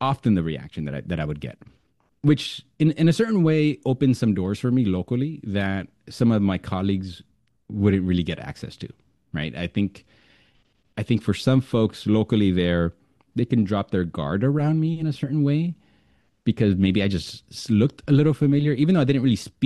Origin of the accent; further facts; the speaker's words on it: United States; "Oh, I'm from the United States," they wouldn't believe me. They'd say, No. Originally, where are you from?" And I would have to say, like, "Oh, well, my family's from Mexico."